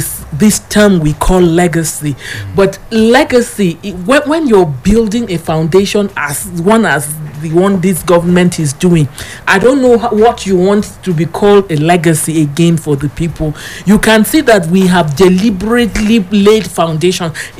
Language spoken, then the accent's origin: English; Plateau, Nigeria; I am from Langtang South. I'm not mixing words. For as a Langtang South person